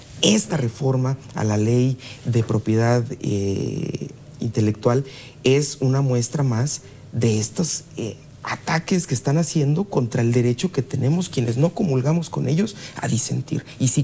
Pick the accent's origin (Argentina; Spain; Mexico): Mexico